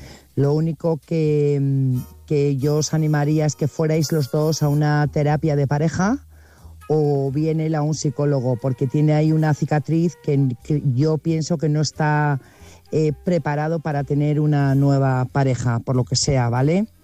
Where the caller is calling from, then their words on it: Burgos, Castile and León, Spain; Buenas noches … corresponsal de Burgos.